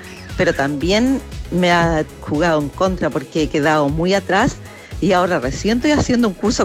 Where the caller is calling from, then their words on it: Coquimbo, Chile; de Coquimbo